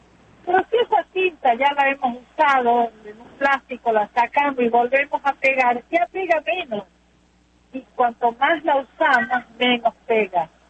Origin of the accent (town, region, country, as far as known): Argentina